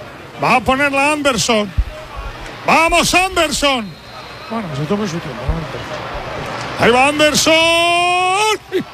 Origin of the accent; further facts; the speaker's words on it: Spain; Los que llevamos dos estrellas somos los españoles, que hemos venido a Wembley y hemos tomado Wembley.